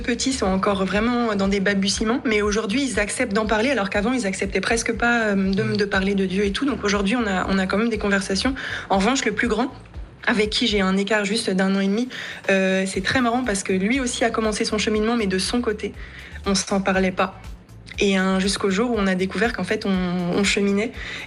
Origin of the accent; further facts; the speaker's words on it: Morocco; bah, je suis marocaine